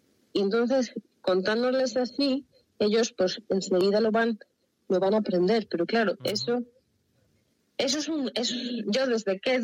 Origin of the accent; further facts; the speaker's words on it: Valladolid, Castile and León, Spain; yo siendo vallisoletana, pero vallisoletana de las Bordes, de pura raza, soy fan de la Catedral de León.